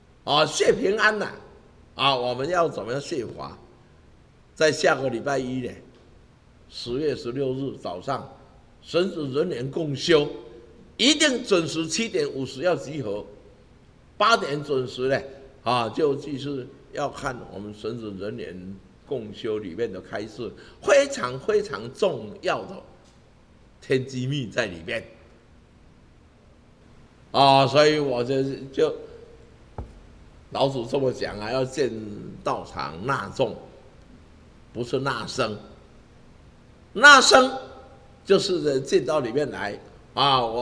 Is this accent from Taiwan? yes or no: yes; Taiwan; 我们台湾